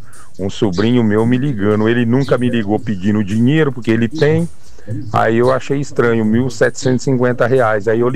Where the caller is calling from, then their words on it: Bauru, São Paulo, Brazil; como eu sou daqui de Bauru, ando muito por aqui